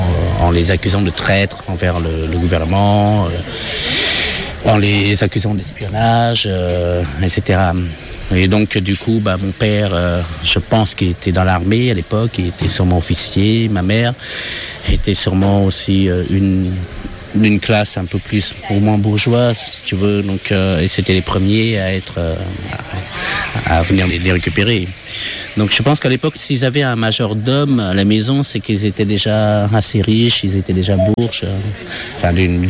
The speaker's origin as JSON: {"language": "French", "town": "Daou", "region": "Batman Province", "country": "Turkey", "lives_now": "France", "said": "je ne sais même pas où je suis né. Apparemment, je viens de Daou, c'est une banlieue de Batman."}